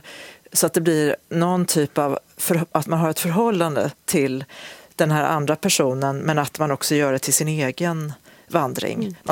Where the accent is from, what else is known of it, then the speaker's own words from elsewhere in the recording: Osebol, Värmland, Sweden; när jag gick från Karlstad till Osebol där jag växte upp